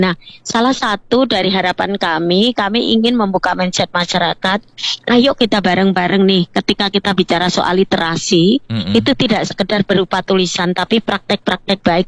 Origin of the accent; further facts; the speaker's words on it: Sleman, Special Region of Yogyakarta, Indonesia; born there; bahwa kami lahir di Sleman ini, di daerah yang catchment tangkapan airnya itu masih bagus.